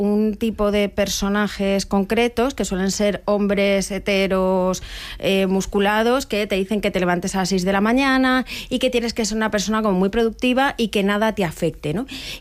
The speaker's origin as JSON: {"language": "Spanish", "country": "Spain", "said": "Pero ahora podemos decir otra vez eso de soy española, ¿qué quieres que te gane?"}